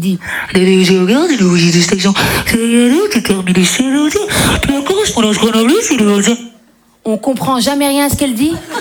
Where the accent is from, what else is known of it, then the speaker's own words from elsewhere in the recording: Belgium; Enfin voilà, je viens de Belgique, je suis d'origine maghrébine, et pour rajouter un truc en plus, je suis un vrai garçon manqué.